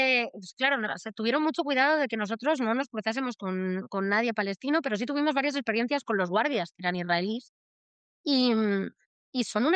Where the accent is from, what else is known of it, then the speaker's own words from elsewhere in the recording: Spain; yo soy blanca, soy española, o sea, yo no soy de Hamás.